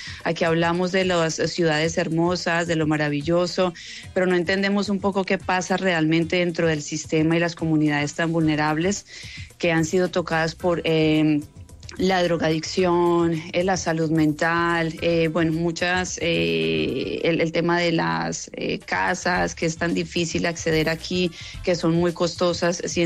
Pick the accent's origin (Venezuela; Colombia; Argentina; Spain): Colombia; now in San Diego, United States; muy contenta como colombiana, ¿no? Haciendo esa historia, marcando la diferencia un poco después de 5 años viviendo en este país